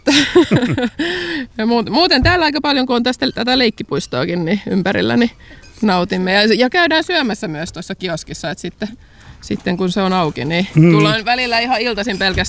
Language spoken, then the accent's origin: Finnish; Helsinki, Uusimaa, Finland; Mä oon Helsingistä kotoisin, mutta äitini on täältä Jurvasta.